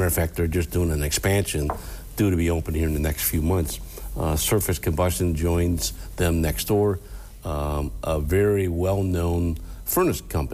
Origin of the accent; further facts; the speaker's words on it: Toledo, Ohio, United States; So I grew up in West Toledo. Mancy's Restaurant was my local neighborhood, if you will, and grew up on Berkeley Drive, St. Agnes Parish.